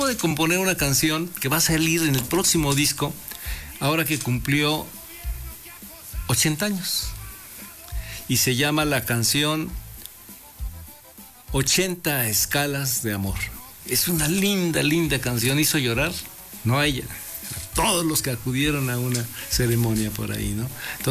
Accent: Mexico; Aunque somos muy mexicanos.

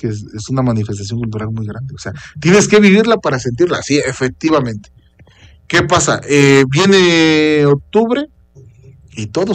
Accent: Acatlán de Osorio, Puebla, Mexico; soy acateco, soy de Acatlán.

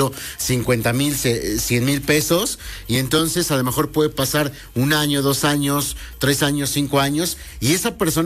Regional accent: Mexico

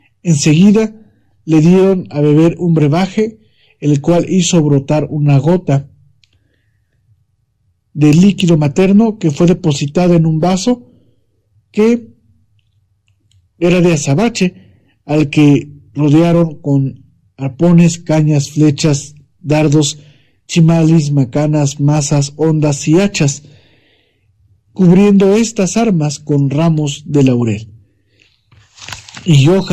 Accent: Mexico; la identidad comunal que nos distingue como mexicanos, poblanos, tlaxcaltecas, veracruzanos

